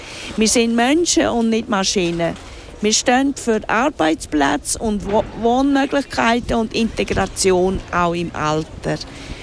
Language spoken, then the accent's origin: German; Lucerne, Switzerland; Ich bin aus Luzern.